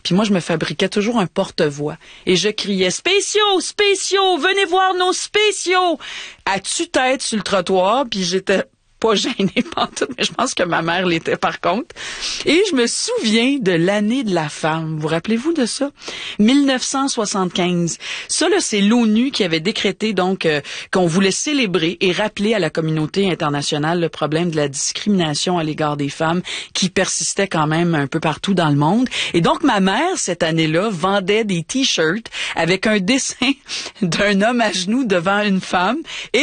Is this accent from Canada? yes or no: yes; Montreal, Quebec, Canada; elle avait une boutique de vêtements à Villemar, dans le sud-ouest de Montréal, là où j'ai grandi.